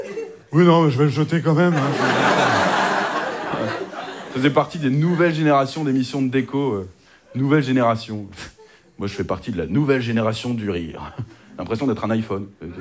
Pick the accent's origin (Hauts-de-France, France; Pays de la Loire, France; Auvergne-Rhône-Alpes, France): Hauts-de-France, France; moi je suis du Nord-Pas-de-Calais, on fait pas ça chez vous, je ne sais pas.